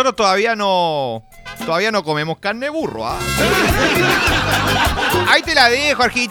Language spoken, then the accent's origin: Spanish; Chile; nosotros como chilenos